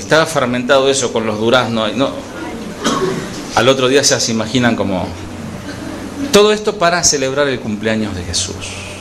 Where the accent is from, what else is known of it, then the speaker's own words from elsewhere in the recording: Argentina; como buen argentino, un asado